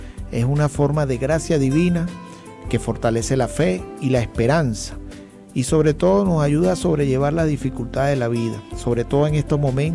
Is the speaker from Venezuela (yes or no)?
yes; Venezuela; como hermano venezolano nos unimos